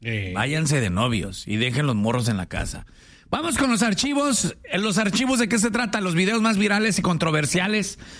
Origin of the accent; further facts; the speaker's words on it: Mexico; Le dije, thank you, your honor. I am American. Y ya salí de ahí y le dije, soy mexicano a la vez.